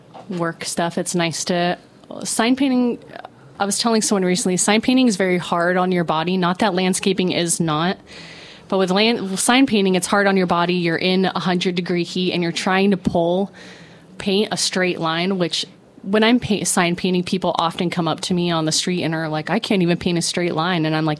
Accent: Orange County, California, United States; also born or lived in Berkeley; I grew up in Orange County, so I feel like it really helped open my mind.

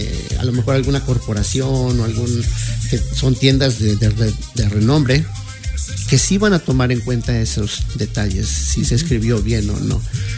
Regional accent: Mexico; first language Spanish; now in United States; Yo nací en México, crecí en México, mi primer idioma es México.

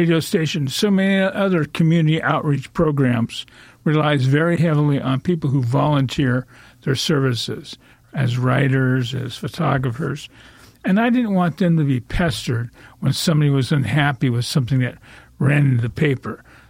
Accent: Corvallis, Oregon, United States; born there; I was born in Corvallis.

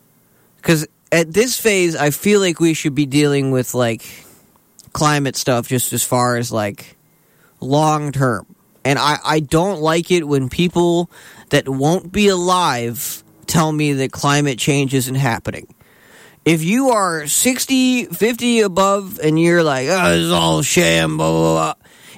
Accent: United States; as like an American, as a voter, and as someone that served this godforsaken country

